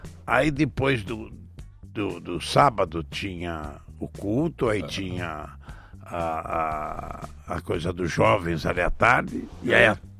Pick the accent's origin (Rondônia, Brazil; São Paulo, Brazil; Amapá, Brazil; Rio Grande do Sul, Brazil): São Paulo, Brazil; born there; É comemoração ao Santo Padroeiro da Moca, onde eu nasci. Mas é na Moca, em São Paulo